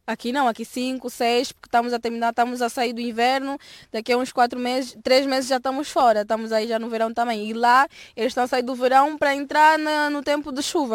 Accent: Luanda, Angola; now in Porto, Portugal; Aqui eu gosto do Porto, só que não é a mesma coisa, porque eu saí de Luanda e lá o nosso clima é muito diferente, comparando aqui.

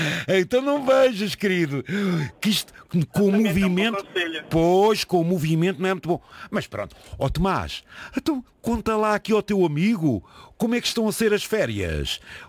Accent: Lisbon, Portugal; born there; Eu nasci em Lisboa.

